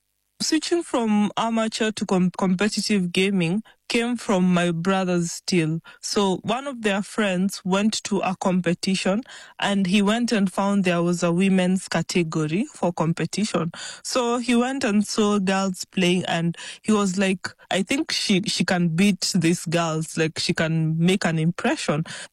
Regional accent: Kenya; I come from Kenya

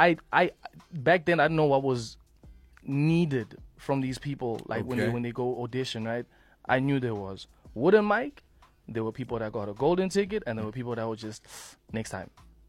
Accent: Gauteng, South Africa; also born or lived in Botshabelo, Free State; I am from the Vaal. I was born in Botshabelo in Bloemfontein, but I grew up in the Vaal.

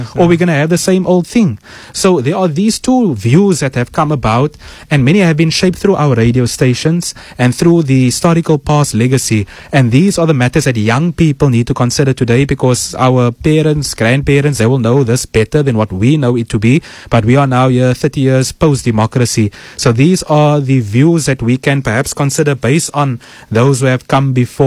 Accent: Cape Town, Western Cape, South Africa; I'm from Vanguard Estate. I was at Ryland Side.

